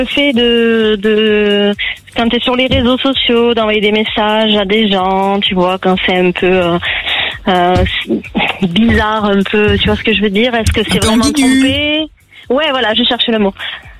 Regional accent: Bruges, Nouvelle-Aquitaine, France; Salut, je viens de Bruges, à côté d'Agen.

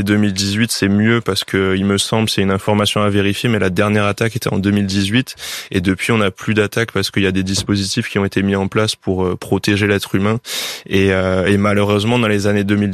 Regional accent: Réunion, France; moi j'ai toujours vécu proche de l'eau, je suis originaire de La Réunion

